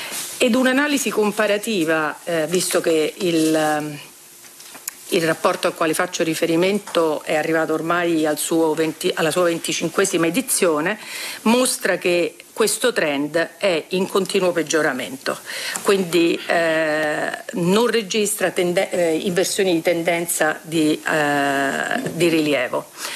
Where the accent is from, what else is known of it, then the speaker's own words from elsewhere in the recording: Moscow, Russia; Io vengo da Mosca